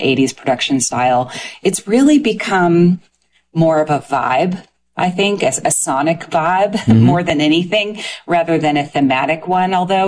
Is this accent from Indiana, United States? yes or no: yes; Indiana, United States; I'm from Southern Indiana.